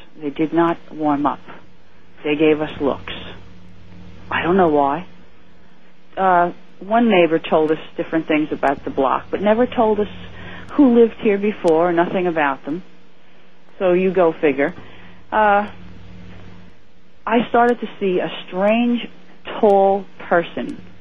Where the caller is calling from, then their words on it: Woodbridge, New Jersey, United States; from Woodbridge, New Jersey.